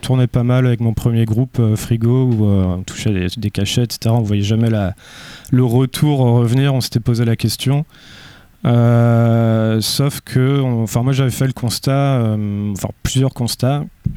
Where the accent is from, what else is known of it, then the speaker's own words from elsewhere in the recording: Brittany, France; je viens du Finistère.